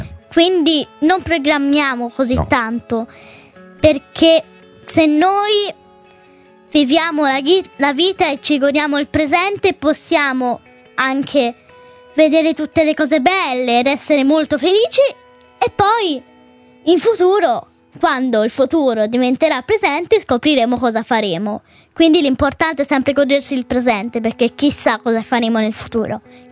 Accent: Carrara, Tuscany, Italy; Io sono di Carrara.

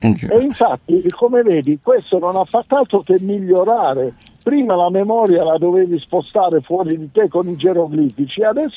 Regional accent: Southern Italy, Italy; Non dimenticare che sono Terrone

